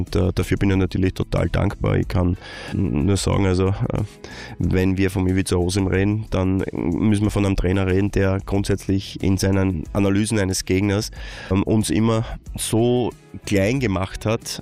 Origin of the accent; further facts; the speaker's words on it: Graz, Styria, Austria; und meine erste Station ist glücklicherweise nicht in Wahrheit eine Station, sondern ist in Wahrheit meine Heimat. Ich habe das Glück gehabt, als Steirer, als Grazer, bei dem Verein, den ich jedes Wochenende die Daumen gedrückt habe